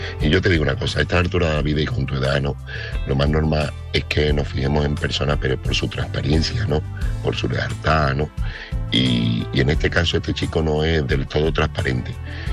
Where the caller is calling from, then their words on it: Seville, Andalusia, Spain; corresponsal de Sevilla